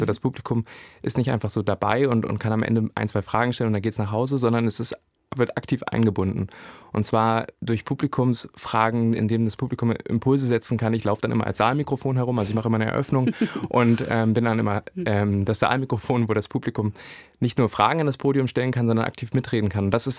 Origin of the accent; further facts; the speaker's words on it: Saxony-Anhalt, Germany; Ich komme aus Sachsen-Anhalt